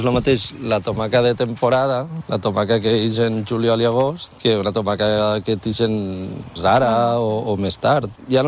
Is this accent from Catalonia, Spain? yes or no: no; Oliva, Valencian Community, Spain; Nosaltres ara som d'Oliva i tenim les terres així.